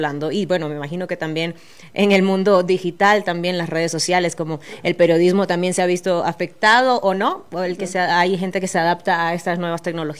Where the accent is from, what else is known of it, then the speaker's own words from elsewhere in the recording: Venezuela; Yo, por ejemplo, soy venezolana, también tenemos un compañero de República Dominicana, tenemos algunos de Argentina, de Brasil, entonces hay de todo un poquito.